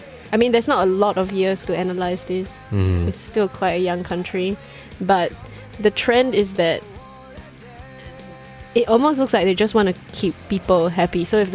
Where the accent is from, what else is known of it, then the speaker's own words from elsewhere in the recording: Australia; What I wanted to talk to you about was when I was growing up in Australia.